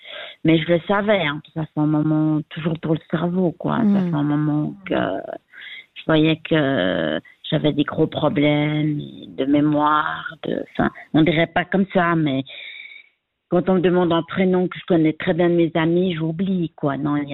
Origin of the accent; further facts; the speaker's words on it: Geneva, Switzerland; Alors, moi, je suis genevoise, donc je suis revenue dans mes terres